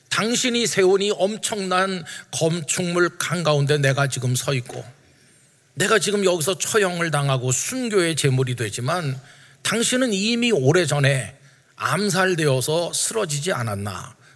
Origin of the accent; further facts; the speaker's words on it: South Korea; 지금 우리는 대한민국이라는 나라 그 국민으로 살고 있습니다.